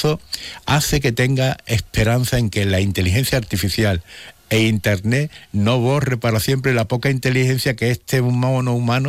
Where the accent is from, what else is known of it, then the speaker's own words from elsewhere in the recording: Spain; born there; cada vez que iba para Picadueña, mi casa, ¿no?, donde yo nací